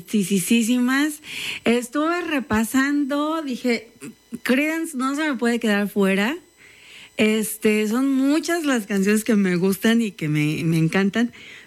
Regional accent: Lechuguillas, Mexico; moved away; me recuerda a esa parte de mi infancia en mi pueblito Lechuguillas

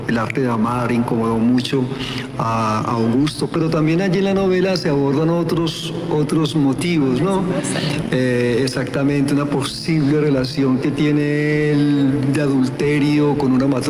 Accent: Colombia; moved away as an adult; also born or lived in France; tengo una experiencia también de exiliado, como escritor colombiano que estuve exiliado en Francia

